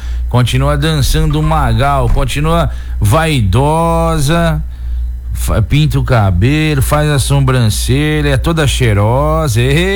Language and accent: Portuguese; Brazil; É o nosso Brasil, somos brasileiros